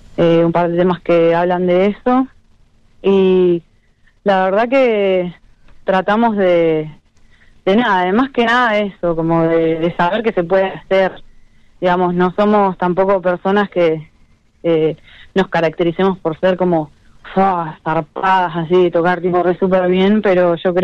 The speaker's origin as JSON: {"language": "Spanish", "region": "Neuquén", "country": "Argentina", "said": "Nosotras somos de acá, de Neuquén Capital."}